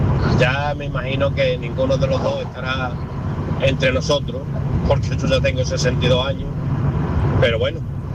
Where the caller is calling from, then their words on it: Málaga, Andalusia, Spain; Vivo en Málaga